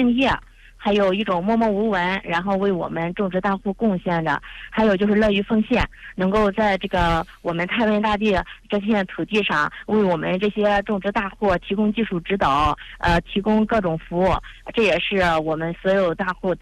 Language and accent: Chinese; China; 我们中国人